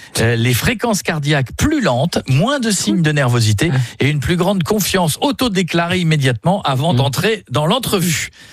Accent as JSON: {"language": "French", "region": "Hauts-de-France", "country": "France", "said": "Moi, je suis un picard."}